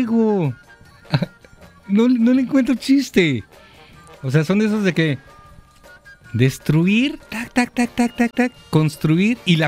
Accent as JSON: {"language": "Spanish", "country": "Mexico", "said": "ojo, somos mexicanos, sabemos cómo es el business"}